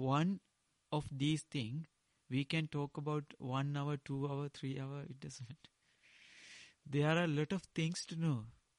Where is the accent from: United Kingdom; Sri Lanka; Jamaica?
Sri Lanka; first language Sinhala; English is a second language; Now, I learned in Dhamma in Pali, directly in Pali, or in my mother language in Sinhala.